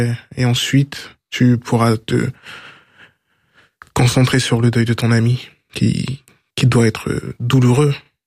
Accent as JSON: {"language": "French", "town": "Garges-lès-Gonesse", "region": "Île-de-France", "country": "France", "tie": "born or raised there", "also_born_or_lived": "French Guiana / Sarcelles", "said": "À Garges, je suis arrivé à 3 ans. Puis après j'ai vécu un petit peu à Sarcelles pour retourner encore à Garges."}